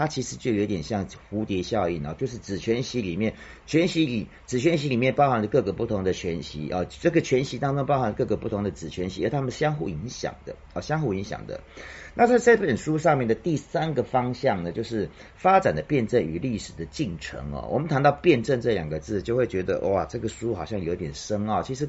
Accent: Taiwan; 我个人是一个从小在台湾成长的

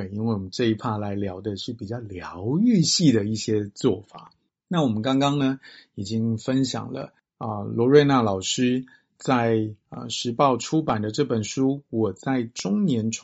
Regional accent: Taiwan

